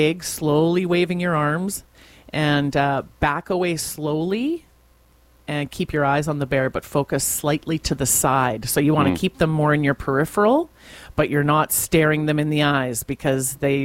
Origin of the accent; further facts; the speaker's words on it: Winnipeg, Manitoba, Canada; in Manitoba, where in the schools where we grew up in Winnipeg